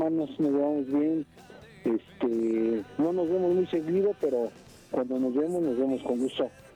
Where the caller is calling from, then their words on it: Chalco, State of Mexico, Mexico; Te llamo de aquí, de Cuauhtzingo, Chalco, Estado de México